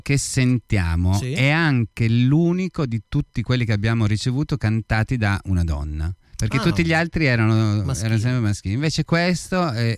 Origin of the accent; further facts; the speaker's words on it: Turin, Piedmont, Italy; born there; io sono nato a Torino